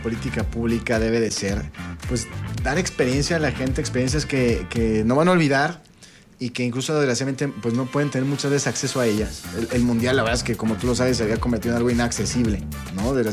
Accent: Querétaro, Mexico; tú sabes que también soy de barrio, de San Francisquito.

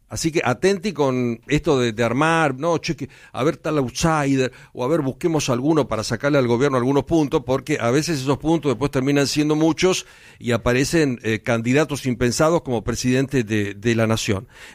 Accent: Argentina; como los argentinos somos muy presidencialistas

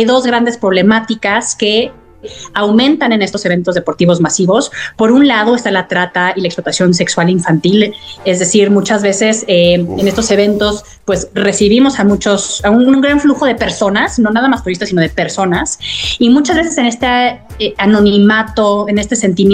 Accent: Mexico; viene una temporada que nos emociona como mexicanos, como ciudadanos del mundo.

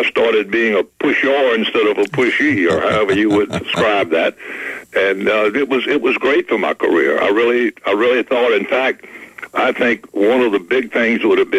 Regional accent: Baton Rouge, Louisiana, United States; it was a different time, but it was a good time, and I loved growing up in Baton Rouge.

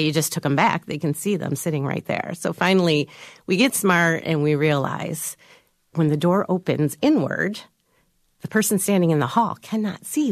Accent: South Lyon, Michigan, United States; I am from South Lyon, Michigan.

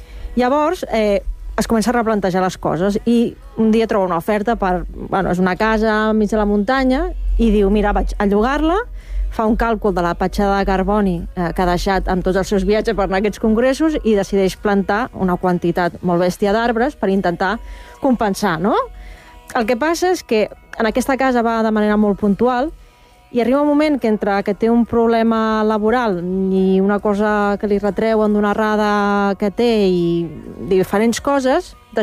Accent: Catalonia, Spain; És que el tema també ens interpel·la com a catalans.

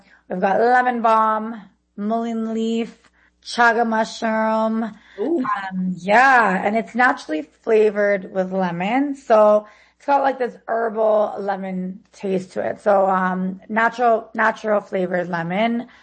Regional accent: Toronto, Ontario, Canada; I'm a Canadian. I am a Canadian from Toronto, but we launched the brand in the United States.

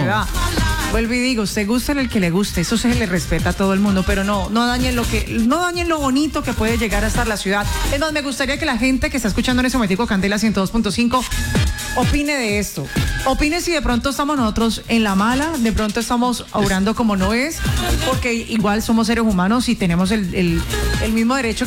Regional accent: Cali, Valle del Cauca, Colombia; ver que la casa de nosotros es Cali. Y como que, caleño nos tiene que doler.

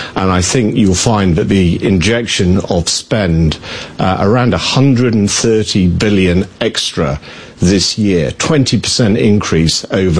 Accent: United Kingdom; The thing I would reflect on, both as a Brit and as a NATO officer

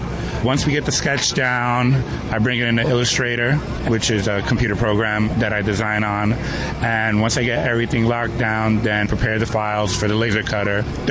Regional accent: Bronx, New York, United States; And then I grew up in the Bronx, where graffiti was very prevalent.

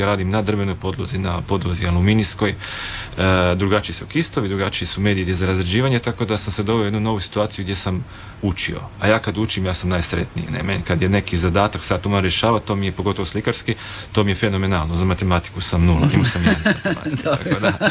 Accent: Slavonia, Croatia; now in Istria, Croatia; iako sam ja Slavonac u biti, ja živim u Istri

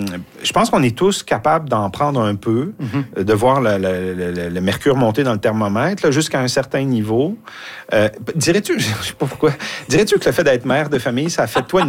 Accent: Quebec, Canada; Les débats politiciens chez nous au Québec, c'est souvent cacophonique.

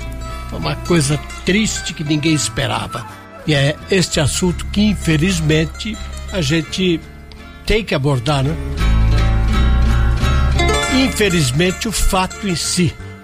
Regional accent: Araçoiaba da Serra, São Paulo, Brazil; moved away; lá em Araçoiaba da Serra, minha terra natal

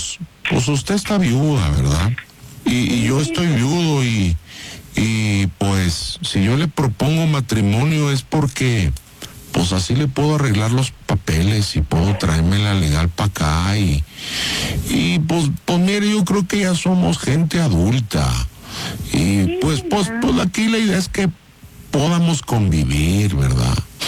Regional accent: San Luis Potosí, Mexico; now in Wichita, United States; Ya desde hace más 35 años, ¿verdad? Que vine acá para el jale, yo soy San Luis Potosí.

